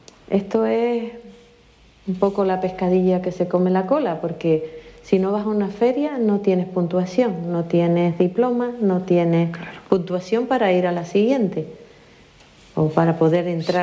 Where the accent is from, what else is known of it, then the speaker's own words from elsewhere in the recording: Icod de los Vinos, Canary Islands, Spain; Ayuntamiento de Hico de los Vinos, de donde soy yo